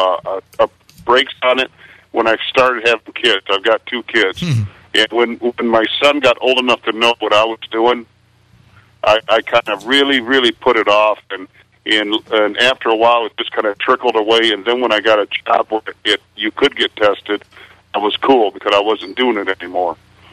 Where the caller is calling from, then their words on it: Michigan, United States; here in Michigan changed when I was 18 to be able to buy. And from then on, I'm 59 now.